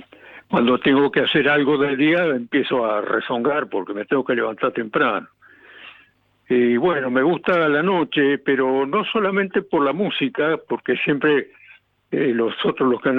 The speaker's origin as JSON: {"language": "Spanish", "country": "Argentina"}